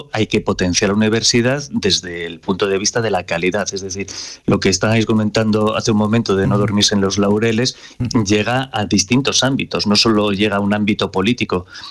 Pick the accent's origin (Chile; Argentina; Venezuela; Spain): Spain; León, Castile and León; Yo soy de León